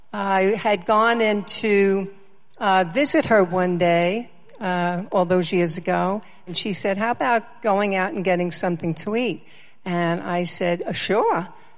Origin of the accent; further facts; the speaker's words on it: New York, United States; I'm originally from New York, and I started Way Down when I was 57 years old. I am 73 now.